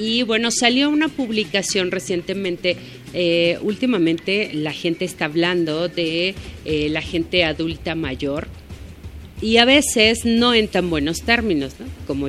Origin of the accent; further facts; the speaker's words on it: Mexico; muy pocos somos los mexicanos